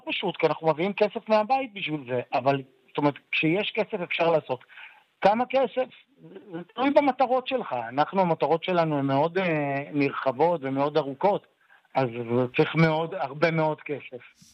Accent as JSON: {"language": "Hebrew", "town": "Nesher", "region": "Haifa District", "country": "Israel", "tie": "born or raised there", "said": "אני יליד נשר, הילדים שלי הם דור חמישי לתושבי נשר."}